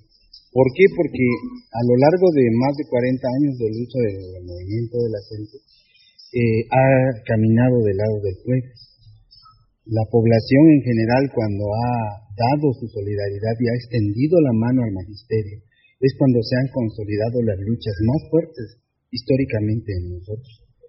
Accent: Oaxaca, Mexico; nosotros somos del estado de Oaxaca

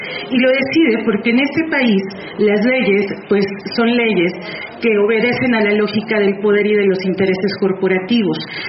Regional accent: Amecameca, State of Mexico, Mexico; Yo vengo de Amecameca, el Estado de México, de La Voladora Radio.

